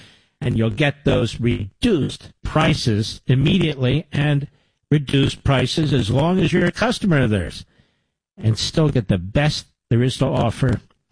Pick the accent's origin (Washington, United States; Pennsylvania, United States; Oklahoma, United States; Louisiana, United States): Pennsylvania, United States; Philadelphia; born there; Montgomery County, but born in Philly.